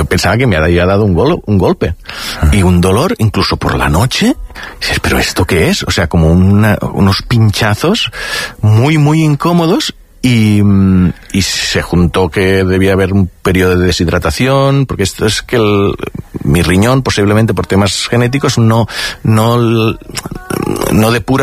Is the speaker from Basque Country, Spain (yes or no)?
no; Catalonia, Spain; Pues algunas cosas, mira que soy del Delta del Ebre, hay mosquitos, sí.